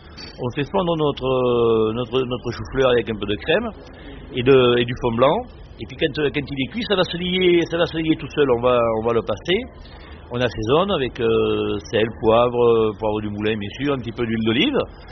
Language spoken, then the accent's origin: French; Provence-Alpes-Côte d'Azur, France; chez nous, en Provence, on a beaucoup de légumes et de bons légumes.